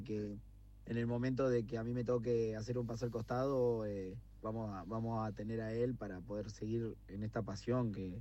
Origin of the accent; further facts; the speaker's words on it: Tierra del Fuego, Argentina; nosotros acá de Tierra del Fuego